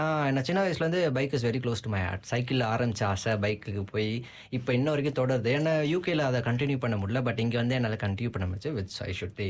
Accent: India; moved away as an adult; நான் இந்தியா தான் சொன்னேன் இல்லையா, நான் இந்தியால இருந்து ஏன் மெயினா வந்தேன்னா, நான் அங்க ஒர்க் பண்ணிட்டு இருந்தேன்.

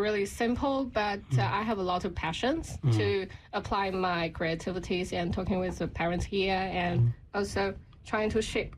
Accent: China; now in New Zealand; They're still in my hometown, and they all retired, so they enjoyed their life.

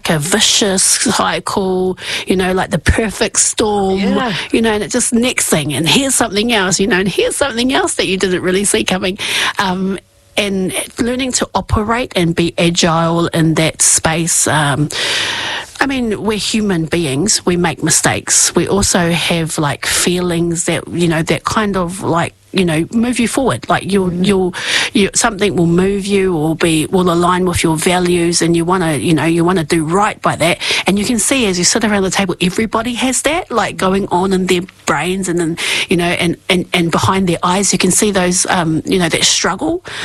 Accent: Masterton, Wellington, New Zealand; You know, I'm born and bred in Masterton, you know, so Masterton is our town

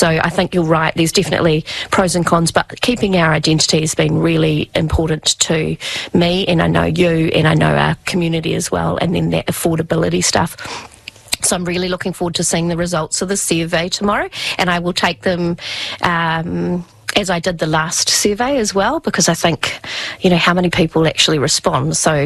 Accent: Wellington, New Zealand; Wairarapa proud. I love that I come from Wairarapa.

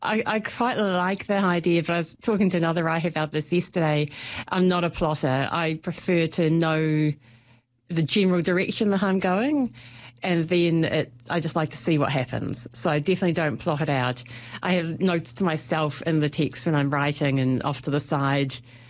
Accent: Auckland, New Zealand; moved away as an adult; also born or lived in Wellington; I grew up in Auckland but lived in Wellington for about 17 years.

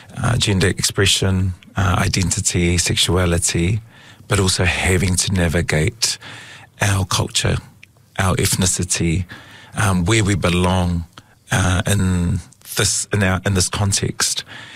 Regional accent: Christchurch, Canterbury, New Zealand; Growing up in this city, it is the most English city out of England.

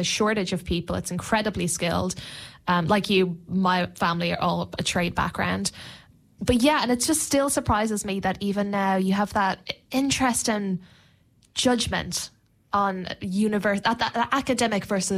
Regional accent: Ireland; now in New Zealand; I'm from Ireland originally

